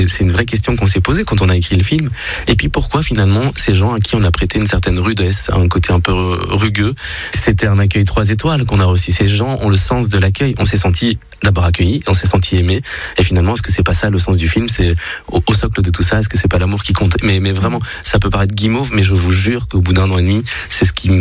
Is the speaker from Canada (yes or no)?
no; Belgium; also born or lived in India; Moi, je suis né en Inde. J'étais adopté en Belgique.